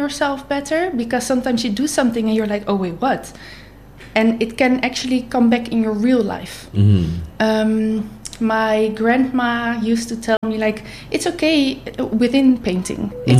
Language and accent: English; Amsterdam, North Holland, Netherlands; moved away as an adult; now in Dominica; I'm from Amsterdam. So I'm used of having just buildings around me.